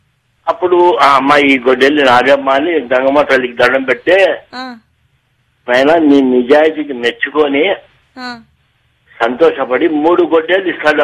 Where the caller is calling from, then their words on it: Kadapa, Andhra Pradesh, India; నేను కడప నకాశ్రీ నుండి